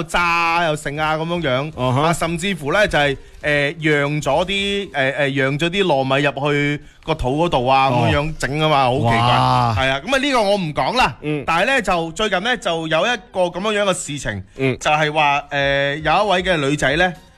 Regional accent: Guangdong, China

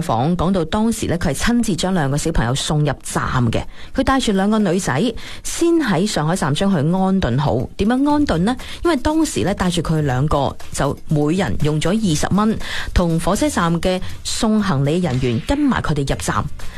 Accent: Guangdong, China; accent: Cantonese; 我们广东话的啱定不啱啊，舒不舒服啊

